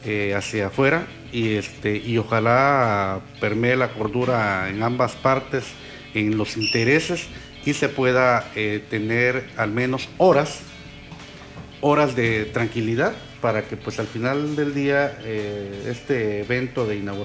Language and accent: Spanish; Mexico; al menos un llamado a la conciencia como mexicano